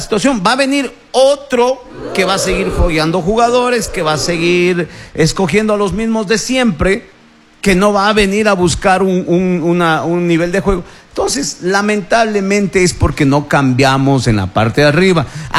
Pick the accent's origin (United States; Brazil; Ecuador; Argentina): Ecuador; Soy ecuatoriano.